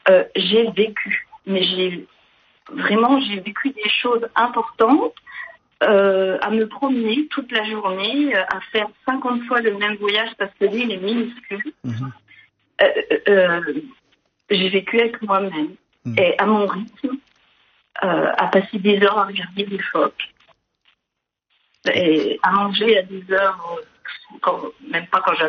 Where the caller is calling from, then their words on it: Grand Est, France; Alors j'appelle des Vosges.